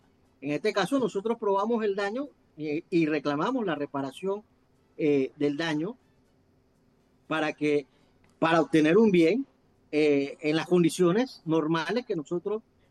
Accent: Panama; como buen panameño que somos

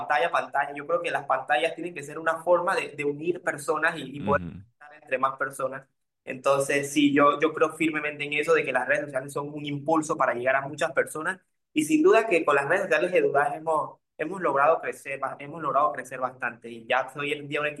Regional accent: Panama

